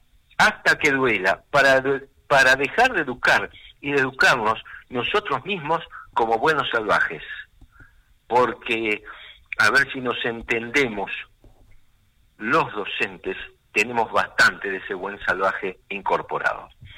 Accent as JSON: {"language": "Spanish", "country": "Argentina", "said": "nos enorgullece hasta el día de hoy como argentinos"}